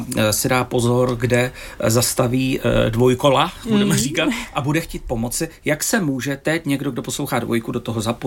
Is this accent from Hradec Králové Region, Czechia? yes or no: yes; Stěžery, Hradec Králové Region, Czechia; born there; Já jsem se narodil ve Stižerách, to je u Hradce Králové